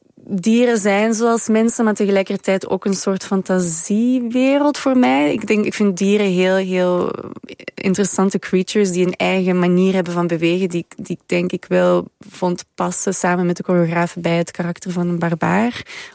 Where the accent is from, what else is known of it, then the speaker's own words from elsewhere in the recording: Belgium; moved away; Ja, in België waar ik vandaan kom.